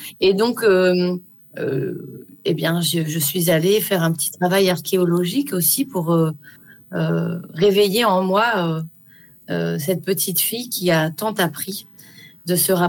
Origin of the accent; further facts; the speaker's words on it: Grasse, Provence-Alpes-Côte d'Azur, France; Je suis originaire de Grasse